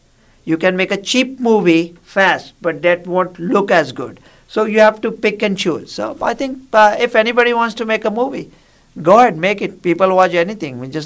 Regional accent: India; I grew up in India, so I can't overcome my temptation to advise people, especially when they are not asking for it.

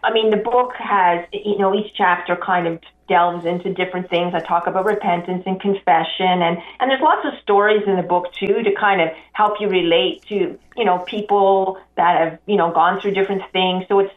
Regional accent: Canada; I'm Canadian

